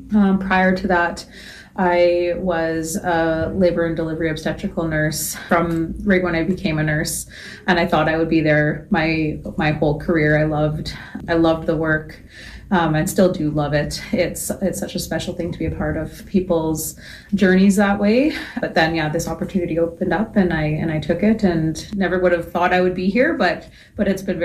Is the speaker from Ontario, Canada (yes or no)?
no; Prince Albert, Saskatchewan, Canada; I'm originally from Prince Albert. Grew up here, did all of my schooling here. Moved to Saskatoon out of high school, did nursing school in Saskatoon, met my husband, who's also from Prince Albert. We lived for about 10 years in Saskatoon, and then we moved back here